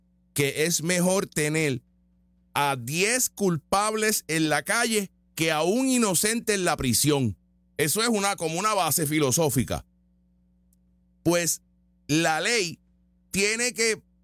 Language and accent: Spanish; Puerto Rico; si yo vivo en Puerto Rico y soy legal, soy ciudadano, soy estadounidense, soy americano y vivo en Puerto Rico